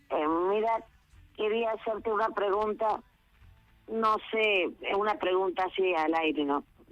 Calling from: Mar del Plata, Buenos Aires Province, Argentina; de Mar del Plata.

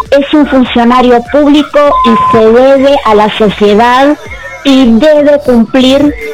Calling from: Villa Pueyrredón, Buenos Aires, Argentina; de Villa Pueyrredón.

